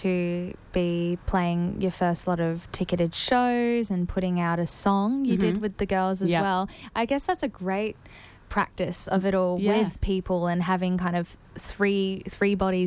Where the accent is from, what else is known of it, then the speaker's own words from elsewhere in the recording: Adelaide, South Australia, Australia; I'm originally from Adelaide and, I mean, I only lived there 4 years, but I still call it home.